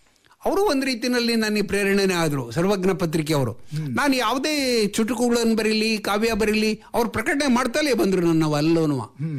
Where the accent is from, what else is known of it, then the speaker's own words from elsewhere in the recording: Shivamogga district, Karnataka, India; ಇಲ್ಲಿ ನಮ್ಮಲ್ಲೆಲ್ಲ ಏನಂದ್ರೆ social belt ಇದು, ಸೋಷಿಯಲ್ ಕಲ್ಚರ್ ಇರ್ತಕ್ಕಂಥ ಬೆಲ್ಟ್ ಇದು ನಮ್ಮ ಶಿವಮೊಗ್ಗ ಜಿಲ್ಲೆ.